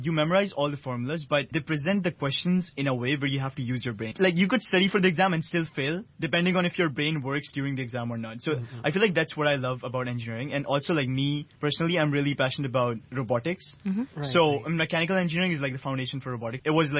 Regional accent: Karachi, Sindh, Pakistan; moved away as an adult; now in Hong Kong; And I'm from Pakistan. I grew up in Pakistan, and I'm from Karachi, which is the biggest city, but not the capital. It's towards the south.

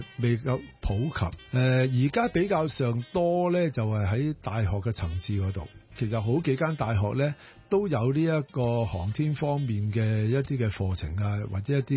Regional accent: Hong Kong; 其实都有我哋香港人嘅参与嘅

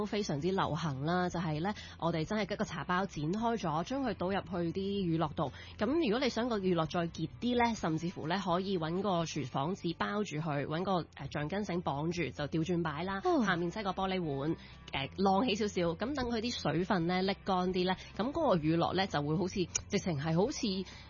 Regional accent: Hong Kong

